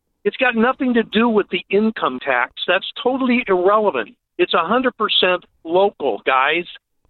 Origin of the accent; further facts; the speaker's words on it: California, United States; also born or lived in South Carolina; now in Fort Myers, United States; I grew up in California. I was there through Proposition 13.